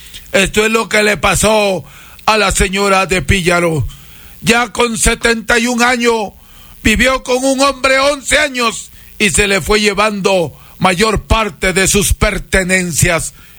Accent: Peru; now in Ecuador; yo soy peruano y tengo aquí cerca de 28 años.

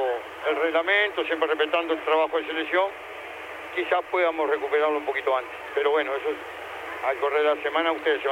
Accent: Montevideo, Uruguay; moved away; also born or lived in Rocha; yo soy de la ciudad, como dice la canción. Soy montevideano, pero mitad de mi vida tengo en el campo y la otra mitad en Rocha. Así que conozco bien el interior

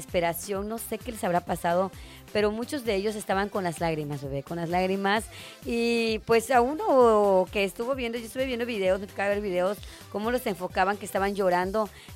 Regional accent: Mexico; esto no nos quita decir, sabes que ya no somos mexicanos. Al contrario, así somos.

